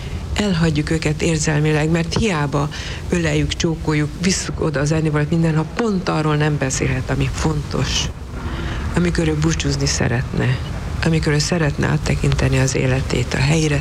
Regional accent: Transylvania, Romania; Az, hogy gyermekkoromban Erdélyben én azt láttam még, hogy nyíltan beszélnek a halálról a haldoklóval.

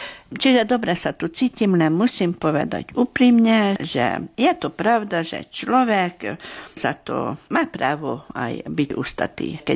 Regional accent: Békéscsaba, Békés, Hungary; som sa rozhodla, že ja musím sa domov vrátiť. Tak dlho som bola ďaleko, že som cítila tú potrebu, že zase chcem tu bývať doma v Bekeskej Čabe. Čiže ja vždy som musela odísť trošku na chvíľku, ale stále som sa vrátila sem.

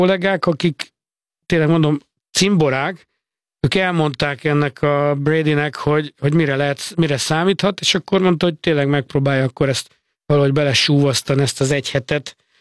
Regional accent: Hungary; nem is biztos, hogy tudják, hogy Magyarországról jöttem, mert ugyanaz a melegítő van rajtam

